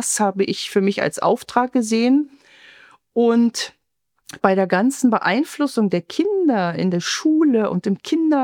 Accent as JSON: {"language": "German", "country": "Germany", "moved": "as an adult", "said": "Ich als Deutsche kann sagen, tschüss, ich gehe nach Deutschland."}